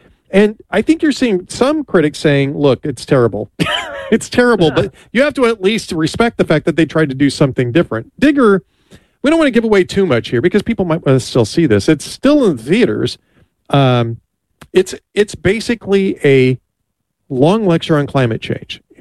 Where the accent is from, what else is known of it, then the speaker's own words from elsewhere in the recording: Los Angeles, California, United States; I grew up out in the Los Angeles area. Grew up watching KTLA.